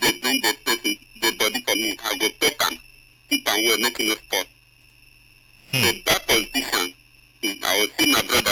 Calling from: Port Harcourt, Rivers, Nigeria; I'm calling from Port Harcourt.

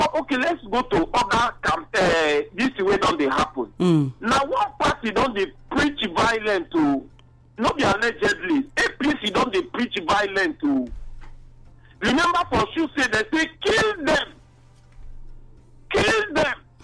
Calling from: Igrita, Rivers, Nigeria; Good morning, Kate Ogan. I'm asking from Igrita.

